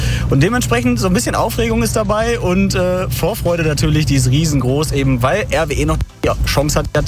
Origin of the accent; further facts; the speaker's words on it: Essen, North Rhine-Westphalia, Germany; als Essener